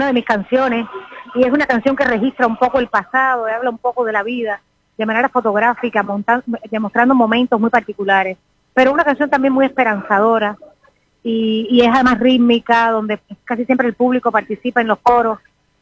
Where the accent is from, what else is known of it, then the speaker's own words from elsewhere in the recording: Cuba; soy realmente cubana española, aunque mis raíces sobre todo son cubanas, sin duda